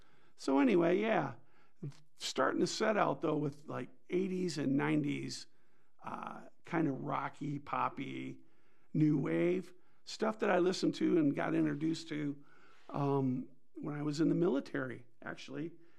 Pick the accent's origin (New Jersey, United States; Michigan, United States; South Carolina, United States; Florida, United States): Michigan, United States; Port Huron; now in Homer, Alaska, United States; I grew up on Lake Huron, and we're still out there swimming.